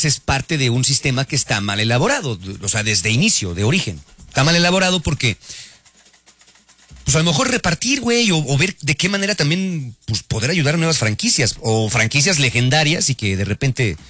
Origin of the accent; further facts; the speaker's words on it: Boca del Río, Veracruz, Mexico; No, yo sí soy de Boca del Río.